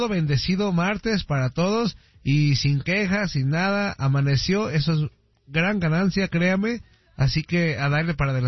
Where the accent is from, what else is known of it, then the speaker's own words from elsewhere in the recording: Mexico; Pero sí, yo como aficionado, no te lo digo como mexicano, te lo digo como aficionado, quedé satisfecho